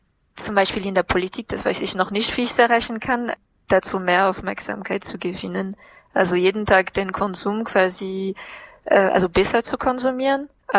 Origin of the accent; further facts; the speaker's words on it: southeast, Madagascar; German is a second language; Ich komme, wie gesagt, aus dem Südosten und das ist die Nachbarregion von der Region Anjouli, heißt es.